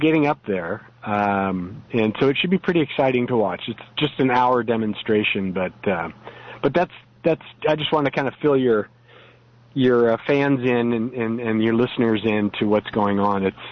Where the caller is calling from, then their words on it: California, United States; I'm calling from SoCal.